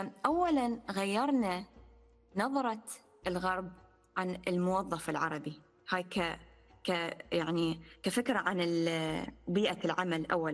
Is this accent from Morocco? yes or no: no; Iraq; moved away; يعني إحنا عشنا بالبلدان العربية، أنا عشت كبرت وترعرعت بالعراق